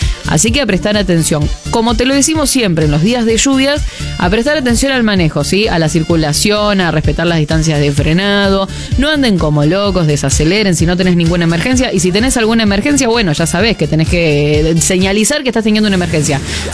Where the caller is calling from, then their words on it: Monte Buey, Córdoba, Argentina; ¿Cómo andan? … de Montebuey, Córdoba, te estamos escuchando.